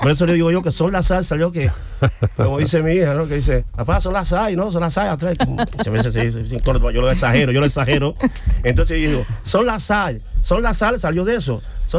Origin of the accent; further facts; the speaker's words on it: Cuba; moved away as an adult; also born or lived in Italy; now in Spain; Pero como en Cuba le decimos gallego a todos los españoles